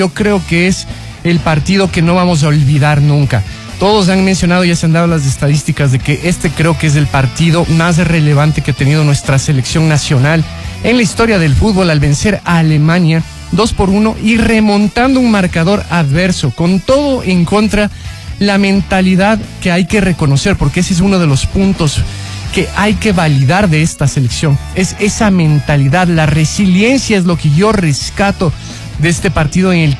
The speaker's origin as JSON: {"language": "Spanish", "country": "Ecuador", "said": "nosotros como ecuatorianos"}